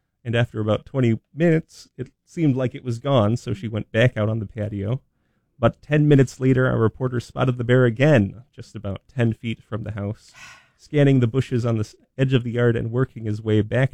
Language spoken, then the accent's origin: English; New York, United States; I grew up in Western New York